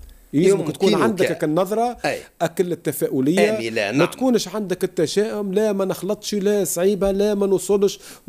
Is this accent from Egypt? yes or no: no; Tunisia